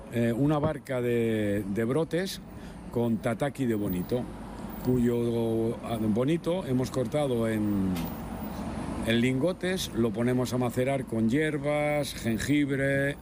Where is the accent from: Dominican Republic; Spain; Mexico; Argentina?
Spain; Toledo, Castilla-La Mancha; now in Burela, Spain; Bueno, nosotros venimos anterior de aquí, venimos de Toledo.